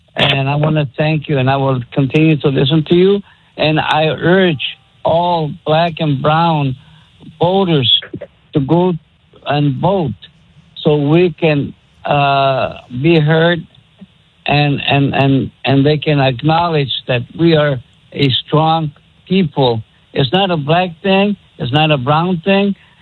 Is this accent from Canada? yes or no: no; Texas, United States; And I'm from the South myself, from Texas.